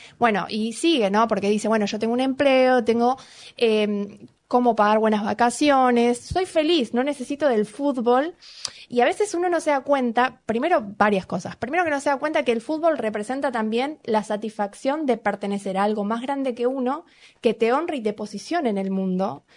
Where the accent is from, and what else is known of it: Argentina